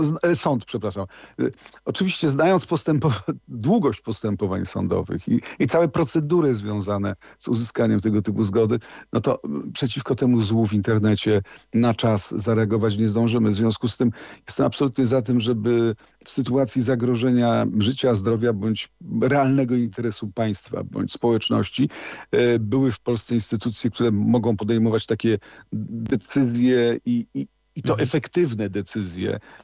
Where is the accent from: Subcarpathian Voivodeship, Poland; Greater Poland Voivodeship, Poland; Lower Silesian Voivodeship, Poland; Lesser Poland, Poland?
Lesser Poland, Poland; Kraków; born there; now in Warsaw, Poland; Ja jestem krakowianinem z urodzenia, mieszkam w Warszawie